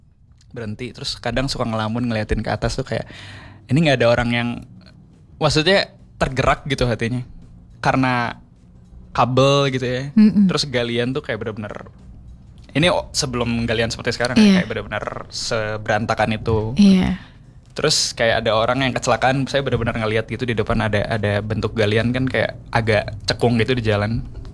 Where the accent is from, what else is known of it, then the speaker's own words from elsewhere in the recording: Bandung, West Java, Indonesia; Oh, dari lahir aku di Bandung.